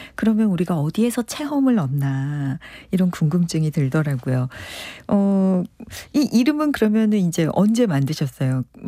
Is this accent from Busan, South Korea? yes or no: no; Seoul, South Korea; born there; 저도 서울에서 태어났는데 아직 대한민국에 못 가본 곳이 굉장히 많고